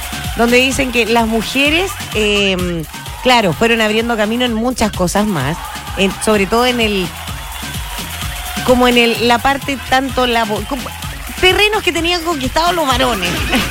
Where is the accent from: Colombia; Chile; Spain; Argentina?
Chile; somos porfiados los chilenos